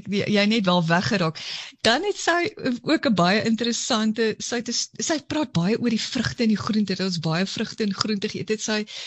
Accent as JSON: {"language": "Afrikaans", "town": "Cape Town", "region": "Western Cape", "country": "South Africa"}